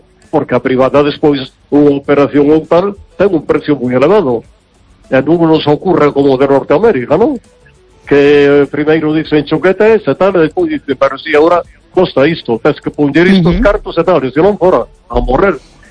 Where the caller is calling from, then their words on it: Vigo, Galicia, Spain; Hola, buenas noches.